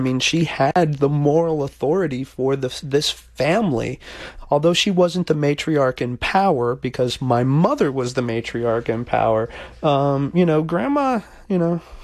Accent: Miami, Florida, United States; Growing up in Miami, especially if you're Hispanic, you straddle two different cultures.

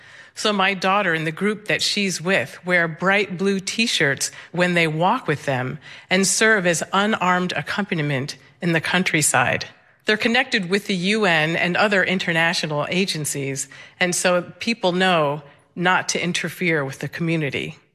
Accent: New York, United States; now in Littleton, United States; I'm originally from New York State, but I have lived in Littleton, Massachusetts for nearly 30 years.

